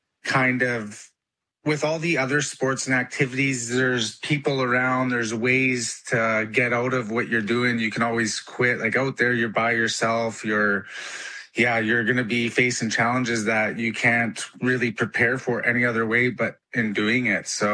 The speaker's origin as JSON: {"language": "English", "region": "British Columbia", "country": "Canada", "tie": "born or raised there", "said": "And then growing up in Canada and in northern British Columbia, like I've seen the cold temperatures, I've camped in them, I've hunted in them."}